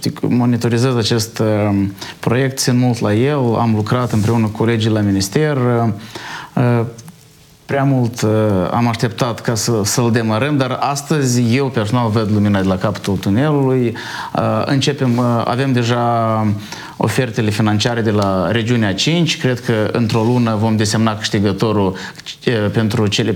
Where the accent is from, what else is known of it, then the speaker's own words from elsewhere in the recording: Soroca, Soroca District, Moldova; eu mai ales că sunt originar din Soroca, știu cât de mult este așteptat această stație de toți, dar nu doar de soroceni